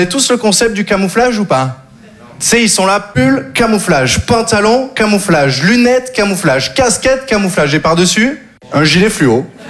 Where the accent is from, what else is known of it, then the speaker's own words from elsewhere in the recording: Occitanie, France; Je viens du Sud, j'ai grandi dans le Gard.